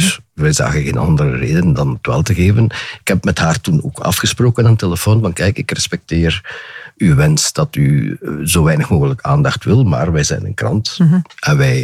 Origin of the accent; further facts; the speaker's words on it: Flanders, Belgium; ik als Limburger